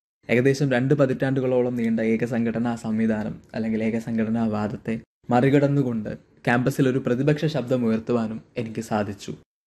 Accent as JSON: {"language": "Malayalam", "town": "Thiruvananthapuram", "region": "Kerala", "country": "India", "tie": "born or raised there", "said": "തിരുവനന്തപുരം സ്വദേശിയാണ്."}